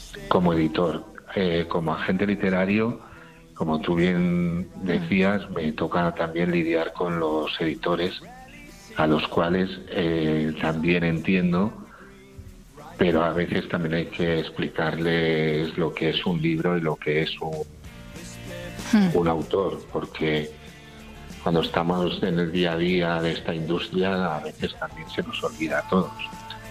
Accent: Priego de Córdoba, Andalusia, Spain; moved away; voy a mi pueblo, voy a Priego de Córdoba

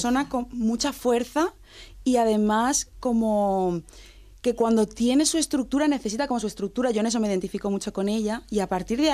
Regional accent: Ronda, Andalusia, Spain; O sea, bueno, yo soy de Ronda, pero representamos a Andalucía.

